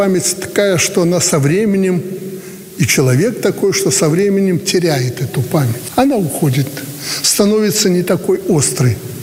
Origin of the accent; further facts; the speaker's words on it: Belarus; Мы, белорусы, будем жить, любить и стремиться к новым трудовым свершениям.